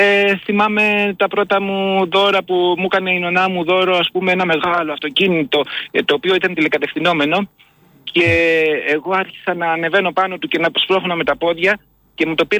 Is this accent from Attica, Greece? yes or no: yes; Athens, Attica, Greece; also born or lived in Tripoli; Ήμασταν τότε στην Τρίπολη που είχα γεννηθεί εγώ. Ναι. Βέβαια μεγάλωσα στην Αθήνα